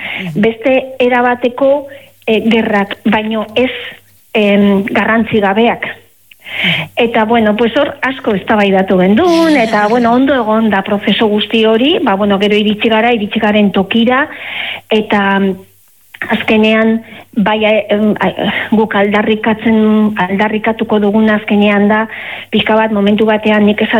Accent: Basque Country, Spain

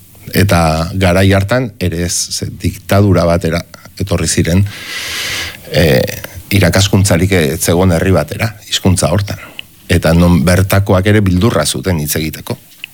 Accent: Urretxu, Basque Country, Spain; born there; ni ba urretxuko anaiz jaiotzez

